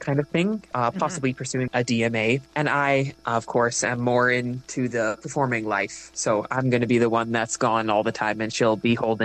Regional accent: Alberta, Canada; moved away as an adult; also born or lived in Victoria, British Columbia; now in Ann Arbor, United States; community theater in my hometown and around Southern Alberta until I graduated high school.

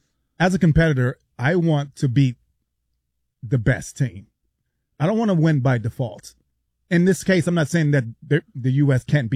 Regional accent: United States; it's not just because I'm an American

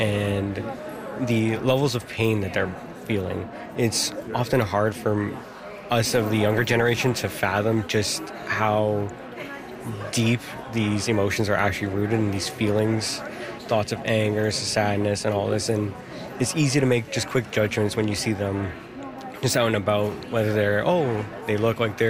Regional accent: Thunder Bay, Ontario, Canada; I'm from Thunder Bay, representing Red Sky Métis Independent Nation, and I am a student and youth member of Red Sky.

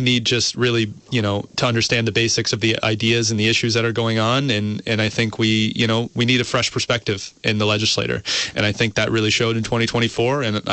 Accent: South Burlington, Vermont, United States; And it's also in my hometown of South Burlington, where, you know, I'm from.

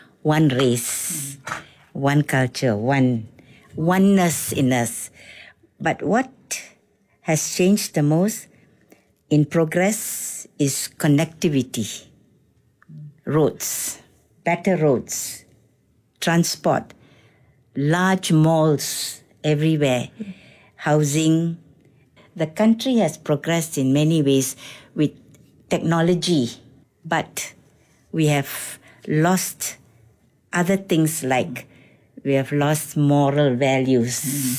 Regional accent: Malaysia; Now we are Malaysian

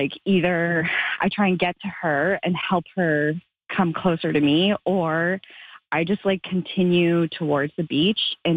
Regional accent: Manitoba, Canada

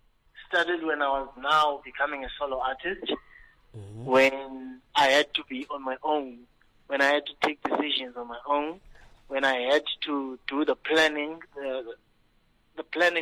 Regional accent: Sigisigi, Eastern Cape, South Africa; by the way, I'm from the Sigisigi, a small town in Eastern Cape.

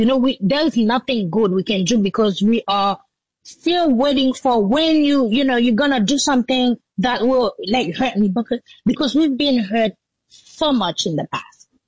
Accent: Jacmel, Sud-Est, Haiti; the road leading to Jacmel, my hometown, was closed through Multisal, which is like, you know, a very big region in Port-au-Prince.

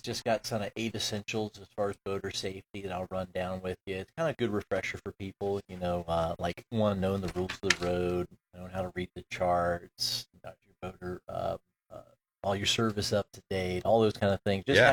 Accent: Florida, United States; we had a place when I was growing up on the Withlacoochee River

